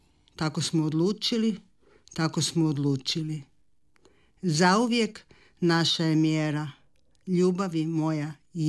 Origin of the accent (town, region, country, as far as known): Croatia